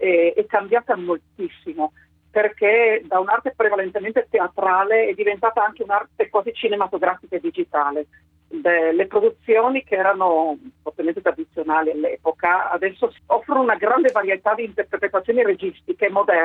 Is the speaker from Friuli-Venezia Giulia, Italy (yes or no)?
yes; Trieste, Friuli-Venezia Giulia, Italy; moved away; sono cresciuta a Trieste